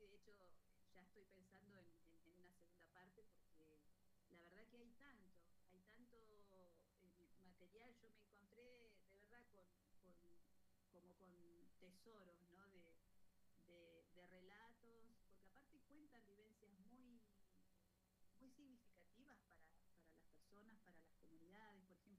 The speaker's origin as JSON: {"language": "Spanish", "country": "Argentina", "said": "yo soy del Valle y hace muchos años que trabajo acá en el norte neuquino"}